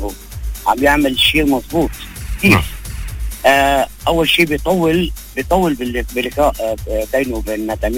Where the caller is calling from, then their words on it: Lebanon; انا كلبناني بفتخر بلبنانيتي